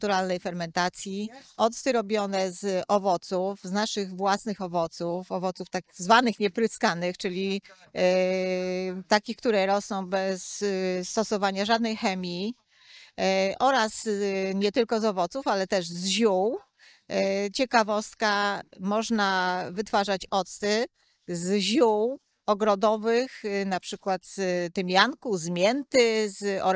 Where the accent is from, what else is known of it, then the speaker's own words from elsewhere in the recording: Kościelec, Greater Poland Voivodeship, Poland; Poza jarmarkiem jesteśmy z Wielkopolski, w Kościelec, koło koła.